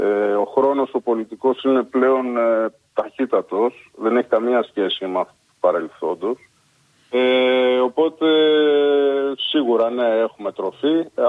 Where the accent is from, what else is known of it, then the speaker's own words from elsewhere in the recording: Piraeus, Attica, Greece; born there; δεν γεννήθηκα στα Χανιά, γεννήθηκα στον Πειραιά.